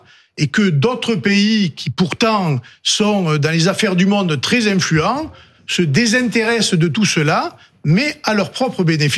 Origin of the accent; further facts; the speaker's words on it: Perpignan, Occitanie, France; Moi, chez moi, à Perpignan, les gens, beaucoup vont faire le plein en Espagne.